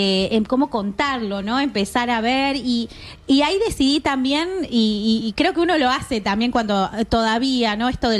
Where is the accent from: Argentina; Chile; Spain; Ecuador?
Argentina; Salta; Así que soy, claro, de Salta, claro, católica y todas las cosas.